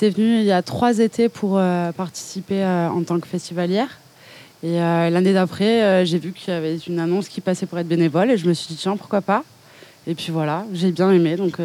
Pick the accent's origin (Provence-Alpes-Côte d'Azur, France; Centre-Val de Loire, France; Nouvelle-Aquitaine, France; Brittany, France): Provence-Alpes-Côte d'Azur, France; Marseille; moi je viens de Marseille.